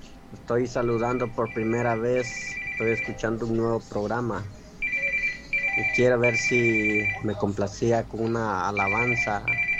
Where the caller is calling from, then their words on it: Copán Ruinas, Copán, Honduras; de Honduras. Copán Ruinas.